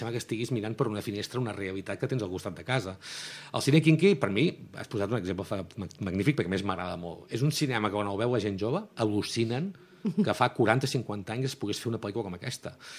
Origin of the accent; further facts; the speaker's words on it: Girona, Catalonia, Spain; es basa en una època que vaig viure de petit, a la ciutat meva, jo soc de Girona